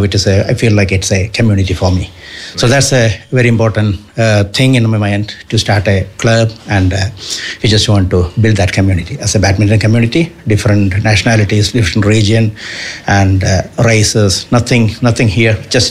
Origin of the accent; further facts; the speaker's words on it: India; moved away as an adult; now in Wicklow, Ireland; I'm from India. Like the last 20 years, I'm living in Ireland. Since 2006, I'm here.